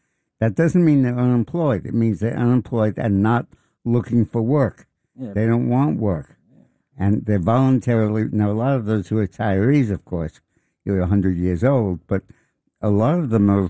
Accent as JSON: {"language": "English", "town": "Reading", "region": "Pennsylvania", "country": "United States", "tie": "born or raised there", "said": "And includes my hometown of Reading, I think."}